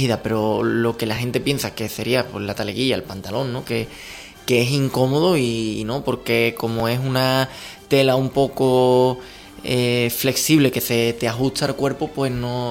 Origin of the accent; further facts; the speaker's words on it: Utrera, Andalusia, Spain; Utrera, pues en mi pueblo